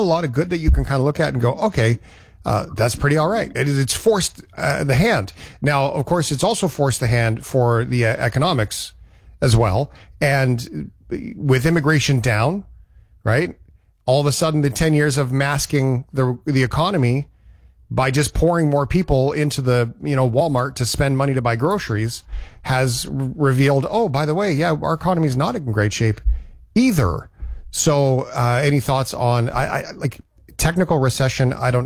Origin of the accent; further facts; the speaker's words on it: Canada; he's done us a favor as Canadians to force the hand of our politicians